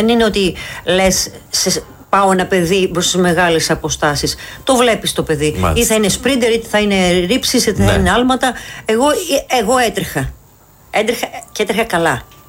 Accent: Patras, Western Greece, Greece; είσαι από την Πάτρα, ξέρεις που είναι, έμενα στη Ταραμπούρα και πήγα μόνη μου παιδάκι στο εθνικό στάδιο της Πάτρας

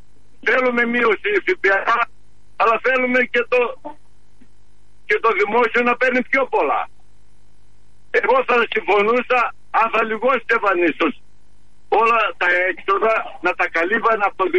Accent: Greece; now in Germany; Εγώ δεν είμαι Γερμανός. Εγώ είμαι Έλληνας. Εγώ για την Ελλάδα ενδιαφέρομαι.

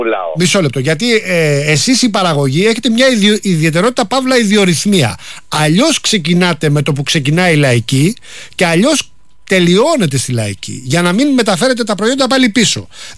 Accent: Attica, Greece; είμαστε και κοντοχωριανοί που λέω κι εγώ, γιατί είμαστε από την Ανατολική Αττική εκεί.

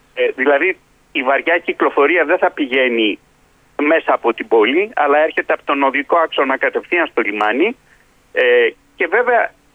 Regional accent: Thessaloniki, Central Macedonia, Greece; Έτσι κι αλλιώς η φιλοξενία και η υποδοχή στη Βόρεια Ελλάδα είναι υψίστης σημασίας, είμαι Θεσσαλονικιός και το ξέρω.

